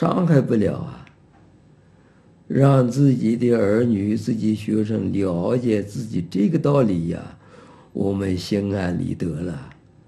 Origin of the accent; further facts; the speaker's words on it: Taiwan; born there; 就拿台湾来讲，我们生在台湾，现在这么多人呢